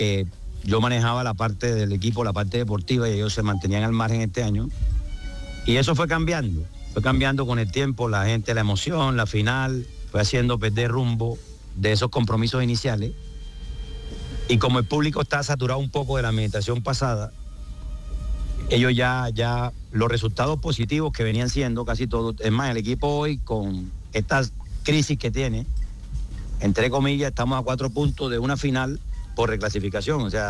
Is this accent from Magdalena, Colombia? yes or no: no; Cartagena, Bolívar, Colombia; como yo me muevo en la ciudad, yo soy cartagenero.